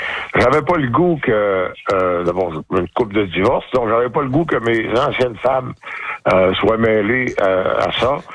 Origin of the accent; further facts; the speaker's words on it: Falardeau, Quebec, Canada; moved away; moi, je viens de Falardeau, mais pas dans le village, à 3 kilomètres du village.